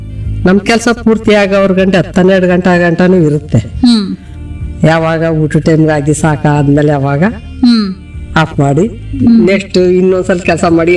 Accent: Agathur, Karnataka, India; ನಮ್ಮೂರ ಹೆಸರು ಆಗತ್ತೂರು.

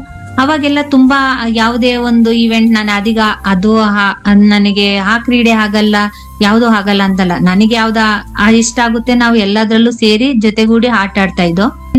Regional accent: Kanchagarakoppalu, Karnataka, India; 1-7 ನಾನು ಕಂಚಗಾರಕೊಪ್ಪಲಲ್ಲೇ ಓದಿದ್ದು, 7th PU ನಮ್ಮ ಊರಿನ ಪಕ್ಕ 4 ಕಿಲೋಮೀಟರ್ ಕೆಸ್ತೂರ್ ಕೊಪ್ಪಲು.

